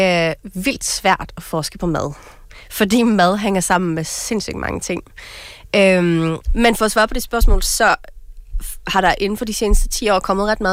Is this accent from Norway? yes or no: yes; Norway; Danish is a second language; moved away as an adult; now in Denmark; jeg kommer oprindeligt fra Norge. Jeg har boet her i en 15 års tid